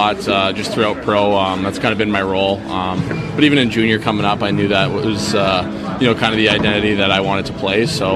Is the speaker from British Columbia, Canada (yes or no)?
no; Saskatchewan, Canada; now in San Jose, United States; I think, just growing up in Saskatchewan, it's really, really rural, but, people there really love their hockey.